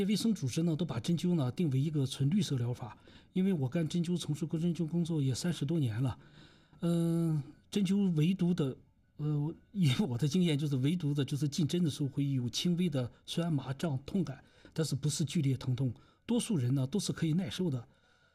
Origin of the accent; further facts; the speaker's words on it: China; 我们中国人